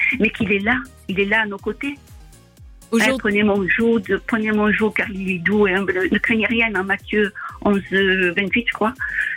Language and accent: French; Provence-Alpes-Côte d'Azur, France; accent: accent chantant (southern French); Je suis près d'Aix-en-Provence.